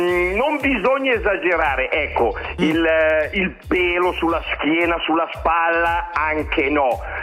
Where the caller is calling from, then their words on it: Como, Lombardy, Italy